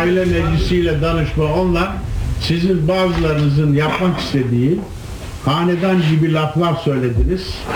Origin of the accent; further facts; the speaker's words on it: Anatolia, Turkey; Dolmabahçe saraylarında büyümedim. Biz Anadolu çocuğuyuz. Kasabalarda büyüdük.